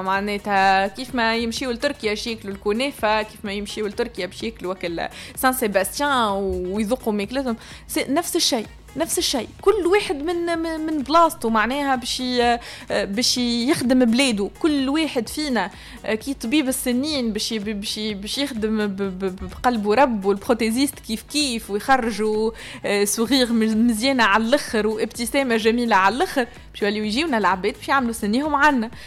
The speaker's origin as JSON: {"language": "Arabic", "country": "Tunisia", "said": "عندنا متاحف رانا في تونس،"}